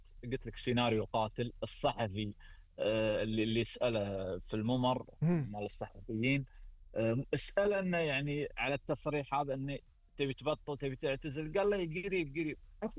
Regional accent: Kuwait

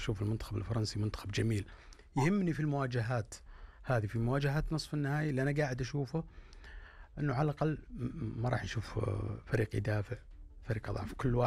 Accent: Saudi Arabia; أنا بالنسبة لي كسعودي

